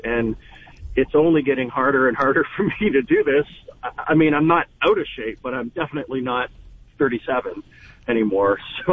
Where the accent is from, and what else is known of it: Windsor, Ontario, Canada; born or raised there